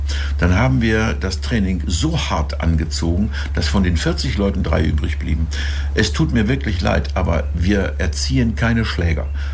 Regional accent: Lingen, Lower Saxony, Germany; Wie keiner weiß, stamme ich aus Lingen und zur 1000-Jahr-Feier hatten wir dort vom örtlichen Kyokushinkai-Verein eine Vorführung auf dem Marktplatz.

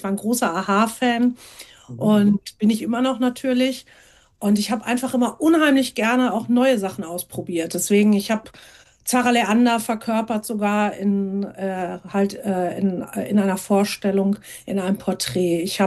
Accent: Gelsenkirchen, North Rhine-Westphalia, Germany; ich bin aufgewachsen in der Nähe von Gelsenkirchen, ich bin gebürtige Gelsenkirchnerin und bin in einem Haus mit Opernsängern aufgewachsen und bin tatsächlich erstmal am Opernhaus aufgewachsen

